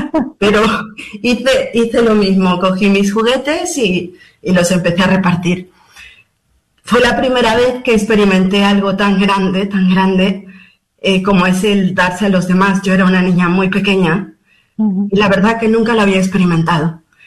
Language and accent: Spanish; Mexico; Cuando mis padres, bueno, nosotros, como bien comentaste, somos mexicanos, uh-huh.